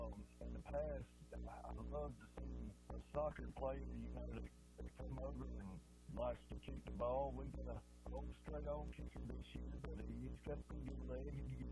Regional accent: Luverne, Alabama, United States; Yes, sir. I was born and raised in Luverne. You know, I graduated Luverne High School.

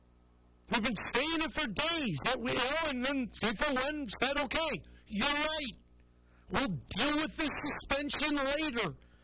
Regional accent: Seattle, Washington, United States; World Cup in Seattle, my hometown.

